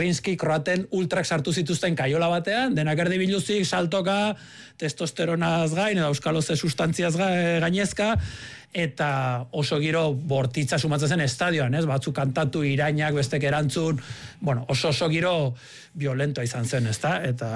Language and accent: Basque; Bosnia & Herzegovina; gerra hasi zen gure herrian, gurasoi etxe harrezieten, lagunak hil zizkidaten, ni Zubietan nengoen entrenatzen ta zuen etxera bueltatu nahi Bosniako gerrako notiziak entzutera.